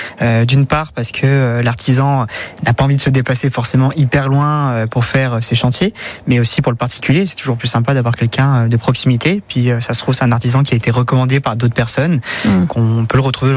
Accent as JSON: {"language": "French", "region": "Auvergne-Rhône-Alpes", "country": "France", "tie": "born or raised there", "also_born_or_lived": "Andrézieux-Bouthéon / Saint-Just-Saint-Rambert", "said": "je vais rester dans la Loire, parce que du coup, je suis né dans la Loire. J'ai toujours vécu entre Andrézieux, Saint-Just-Arambert, Saint-Marcellin-en-Forêt aujourd'hui, où j'ai acheté ma petite maison"}